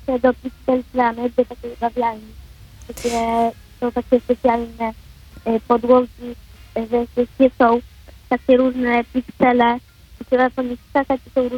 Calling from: Kraków, Lesser Poland, Poland

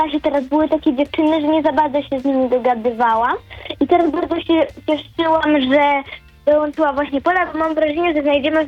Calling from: Bydgoszcz, Kuyavian-Pomeranian Voivodeship, Poland; teraz moja szkoła i ja mieszkam w Bydgoszczy

